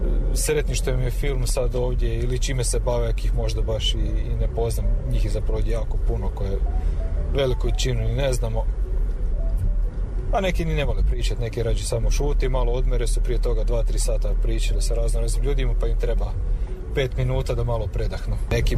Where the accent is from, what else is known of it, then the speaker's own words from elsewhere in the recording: Bjelovar, Bjelovar-Bilogora County, Croatia; U Bjelovaru, ja sam inače iz Bjelovara, tako sam nakon faksa se vratio nazad